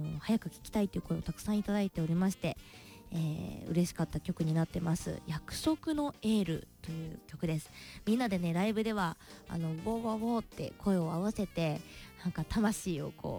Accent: Mito, Ibaraki, Japan; 私がずっとこの水戸で育ってきたので

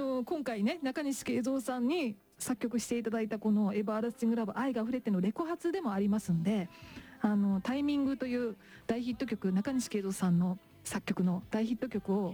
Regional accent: Kagawa, Japan; moved away as an adult; now in Tokyo, Japan; 私地元の香川県にいた頃は

